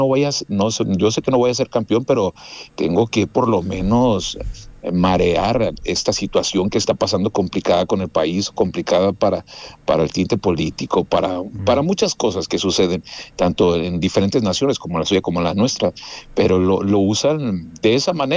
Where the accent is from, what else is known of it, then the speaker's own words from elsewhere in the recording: Mexico; los mexicanos somos chingones, como dirían acá